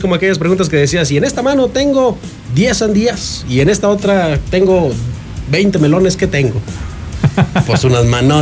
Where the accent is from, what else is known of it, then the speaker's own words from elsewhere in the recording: San Luis Potosí, Mexico; hay frases características de los potosinos que para nosotros son muy normales porque las utilizamos en el día cotidiano